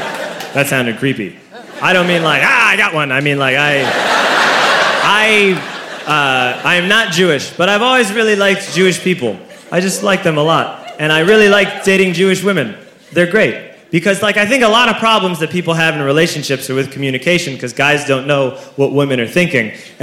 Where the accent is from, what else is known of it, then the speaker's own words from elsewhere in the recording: Ireland; I'm Irish, I keep things very bottled up, and I don't drink. which is not what you're supposed to do when you're Irish.